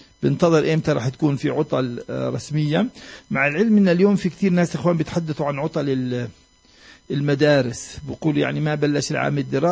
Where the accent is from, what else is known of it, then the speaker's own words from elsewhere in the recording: Palestine; لكن هذا هو واقعنا إحنا كفلسطينيين.